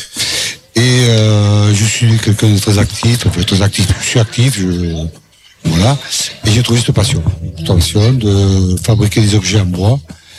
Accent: Nérac, Nouvelle-Aquitaine, France; Je suis de Nérac.

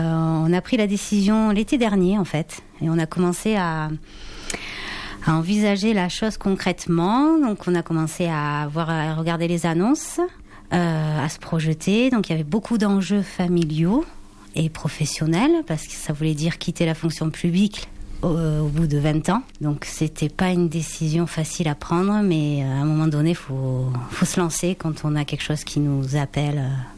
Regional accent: Nouvelle-Aquitaine, France; now in Gavarnie, France; Alors avant, nous étions dans la fonction publique. On vient de Gironde.

